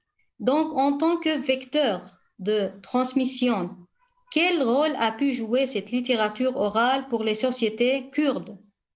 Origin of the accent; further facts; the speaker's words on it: Rojava, Syria; Ici, chez nous, au Rojava, il y a une personnalité très connue qu'on peut montrer, Saleh Haidou.